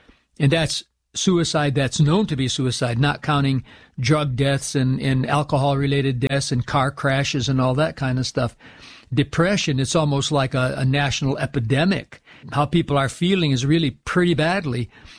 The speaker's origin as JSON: {"language": "English", "country": "United States", "said": "speaking as an American"}